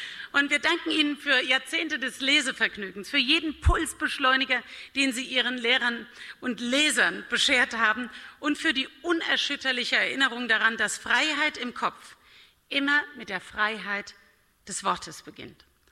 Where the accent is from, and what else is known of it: Bad Kreuznach, Rhineland-Palatinate, Germany; born or raised there